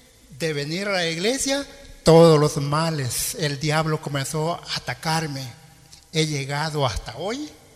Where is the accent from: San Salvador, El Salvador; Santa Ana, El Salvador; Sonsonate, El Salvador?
Santa Ana, El Salvador; Candelaria de la Frontera; De Candelaria la Frontera, Colonia Las Ánimas.